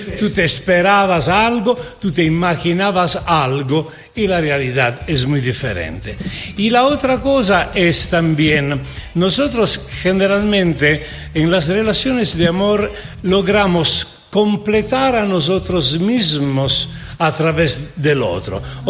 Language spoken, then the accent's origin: Spanish; Italy; Spanish is a second language; Soy un pinche italiano, efectivamente.